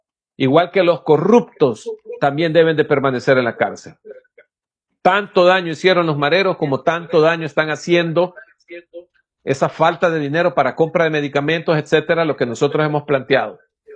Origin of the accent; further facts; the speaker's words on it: El Salvador; la seguridad jurídica, que es lo que hemos estado hablando, que debemos de tener como salvadoreños acá.